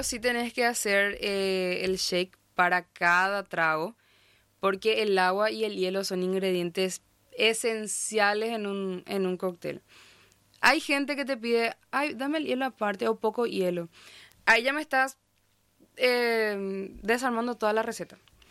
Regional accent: Fernando de la Mora, Central, Paraguay; moved away as an adult; now in Brazil; De Asunción, soy de Fernando de la Mora, pero mi familia materna y mi mamá es de Pedro Juan. Es de ahí donde yo vi esa cultura de hablar tres idiomas en una oración.

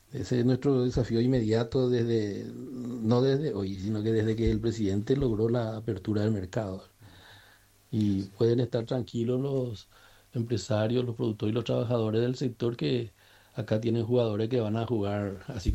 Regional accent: Paraguay; moved away as an adult; now in Taiwan; nosotros somos obreros de Paraguay fuera del país

